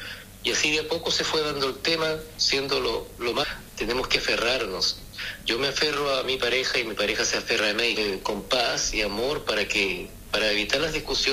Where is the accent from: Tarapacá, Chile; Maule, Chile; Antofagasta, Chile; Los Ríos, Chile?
Los Ríos, Chile; Valdivia; born there; now in Santiago, Chile; Yo nací en el sur, un provinciano.